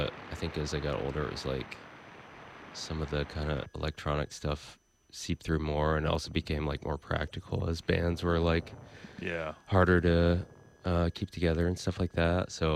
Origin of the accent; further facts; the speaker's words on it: South Carolina, United States; moved away as an adult; I grew up in South Carolina. I lived there till I was about 20.